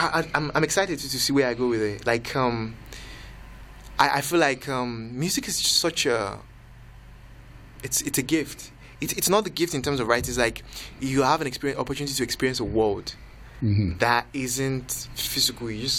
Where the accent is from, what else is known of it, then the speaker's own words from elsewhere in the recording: Nigeria; moved away as an adult; now in Windsor, Canada; What I mean is, I came from Nigeria in 2016, and I came to do my master's here.